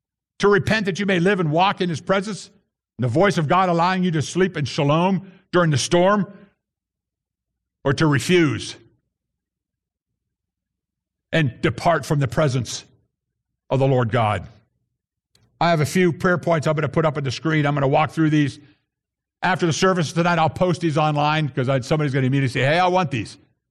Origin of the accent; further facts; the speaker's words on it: United States; as an American